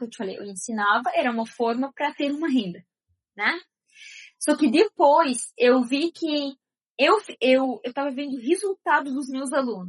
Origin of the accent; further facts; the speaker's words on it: Syria; Portuguese is a second language; moved away as an adult; now in Brazil; Eles sabiam que eu sou da Síria.